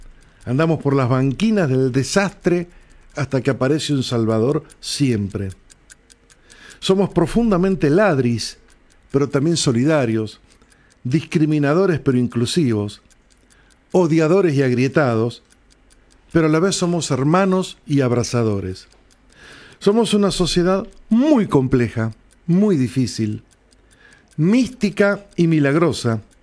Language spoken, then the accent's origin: Spanish; Argentina; Somos eso, somos Argentina